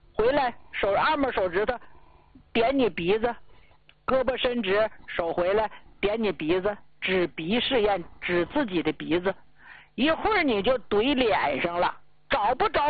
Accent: Northeast China, China; 这个腰疼吧，用咱们东北老家话说是啥呢，后座子

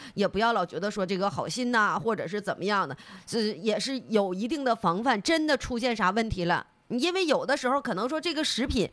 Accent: China; 其实我们中国人还是挺皮实的

